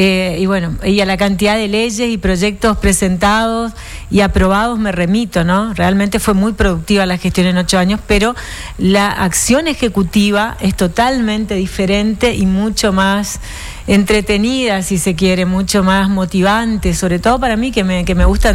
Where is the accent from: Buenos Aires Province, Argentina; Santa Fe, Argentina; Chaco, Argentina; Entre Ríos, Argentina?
Chaco, Argentina; born there; estudié en Tirol, porque en mi pueblo no había colegio secundario.